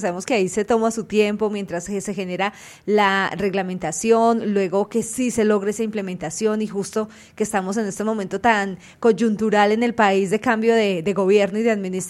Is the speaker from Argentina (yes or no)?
no; Colombia; es importante que como colombianas también luchemos para evitar las violencias contra nuestros pares